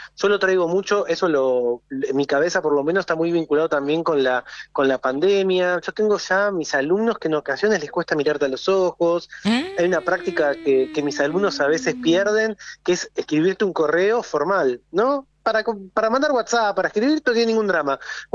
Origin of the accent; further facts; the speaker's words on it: Campana, Buenos Aires Province, Argentina; yo nací en 1980. Mi cuarto adolescente, soy de provincia de Buenos Aires, ciudad de Campana.